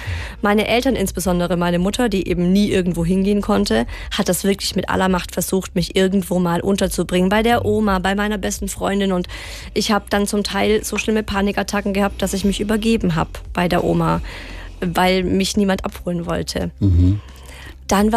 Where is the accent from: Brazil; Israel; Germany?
Germany; Swabia; Ich komme ja aus dem Schwabenland.